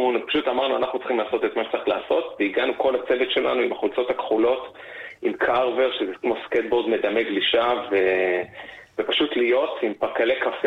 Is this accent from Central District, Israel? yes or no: yes; Kokhav Yair, Central District, Israel; אני גדלתי בכוכב יאיר.